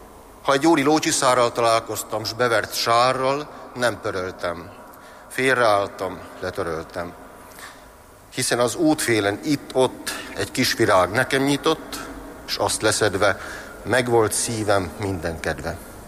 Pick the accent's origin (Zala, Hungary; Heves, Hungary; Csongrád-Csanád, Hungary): Heves, Hungary; Egerbakta; also born or lived in Eger; Egerbaktáról jöttem. Ott végeztem az általános iskolát, majd itt Egerben a Gárdonyi Géza gimnáziumban érettségiztem.